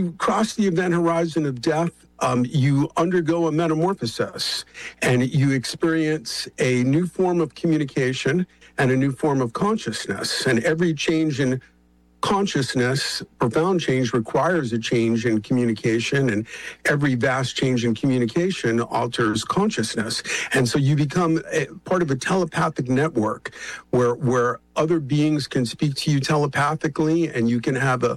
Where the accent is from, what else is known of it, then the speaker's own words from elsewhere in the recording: Bronx, New York, United States; when I grew up in the Bronx, I grew up listening to the Long John Nimble show